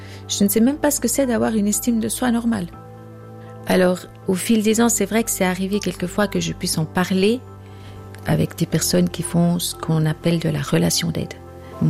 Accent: Burkina Faso; born there; Moi, je suis née au Burkina Faso, de parents missionnaires, et c'était très bien comme ça.

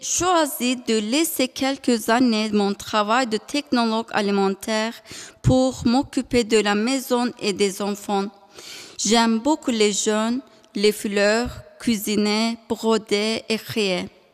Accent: Alanya, Antalya, Turkey; moved away as an adult; Je suis mariée à Erkan. Nous venons de Turquie. Nous vivions à Alanya, une très jolie ville sur la côte au sud d'Antalya.

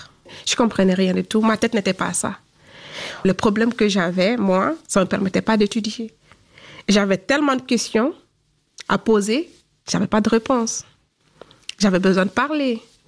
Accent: Guinea

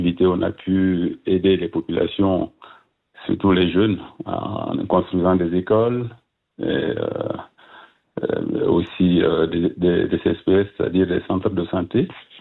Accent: Burkina Faso; moved away as an adult; now in Switzerland; J'ai grandi au Burkina jusqu'à mes 25 ans, donc depuis 1993 je suis là.

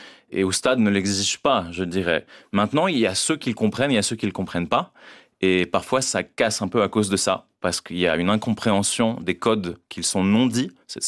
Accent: Switzerland; born there; quand moi je suis né en Suisse

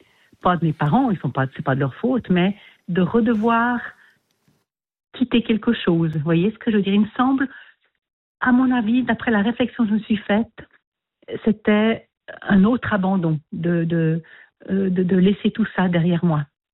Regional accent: Geneva, Switzerland; born there; Je suis née à Genève et tout, voilà.

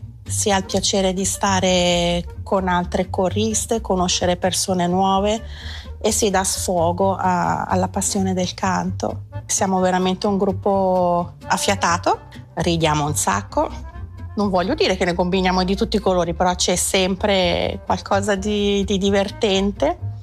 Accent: Faido, Ticino, Switzerland

